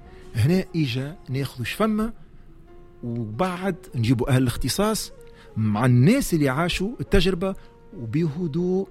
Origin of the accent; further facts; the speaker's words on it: Tunisia; moved away as an adult; أنا خرجت من تونس، خليت أمي الله يرحمها وراي ودمع على عيني